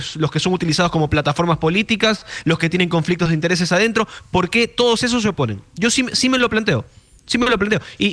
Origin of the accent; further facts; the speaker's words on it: Guayaquil, Guayas, Ecuador; me lo planteo como guayaquileño